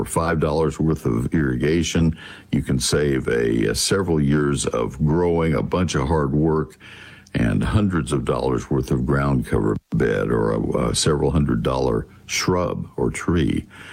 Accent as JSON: {"language": "English", "region": "Texas", "country": "United States", "said": "So just, Texans, I am a Texan. I get to say this about us."}